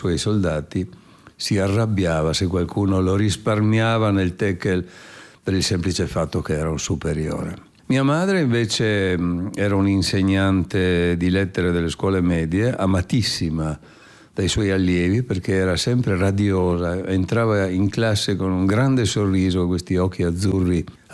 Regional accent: Trieste, Friuli-Venezia Giulia, Italy; moved away as an adult; now in Slovenia; io sono nato a Trieste, come gran parte dei triestini sono un sangue misto, orgogliosamente bastardo. Mio padre è nato in Argentina da genitori friulani emigrati e mia madre è di queste terre

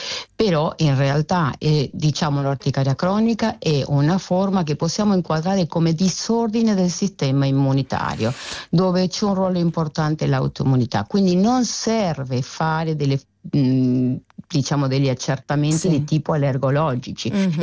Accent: Argentina; born or raised there; Italian is a second language

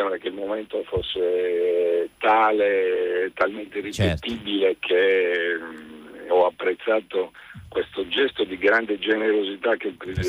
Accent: Sardinia, Italy; Ma in Sardegna, perché io sono sardo

